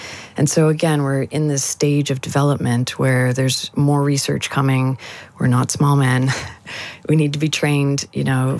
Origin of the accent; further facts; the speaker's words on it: Canada; I'm Canadian